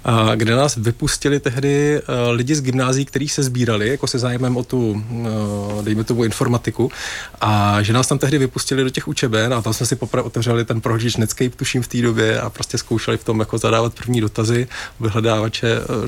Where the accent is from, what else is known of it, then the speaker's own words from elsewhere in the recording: Brno, South Moravian Region, Czechia; já jsem teda z Brna původem a chodil jsem na Gimple